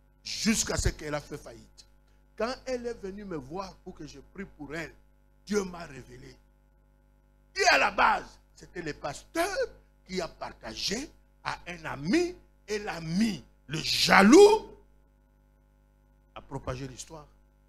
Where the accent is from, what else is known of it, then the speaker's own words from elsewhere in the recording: Kinshasa, DR Congo; Bien aimé, aujourd'hui, chez nous, à Kinshasa, moi je suis de Kinshasa.